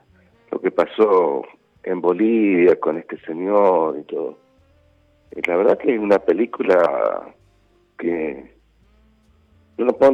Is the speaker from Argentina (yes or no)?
yes; Río Negro, Argentina; De Río Negro, de General San Lorenzo.